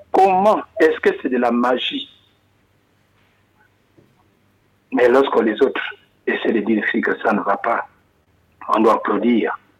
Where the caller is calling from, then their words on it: Gabon; Je suis au Gabon.